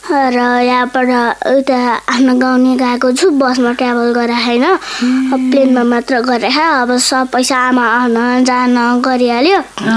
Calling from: Surkhet, Karnali Province, Nepal; हाम्रो घर चाहिँ सुर्खेत हो

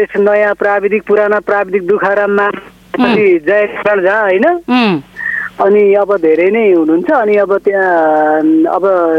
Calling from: Dhankuta, Koshi Province, Nepal

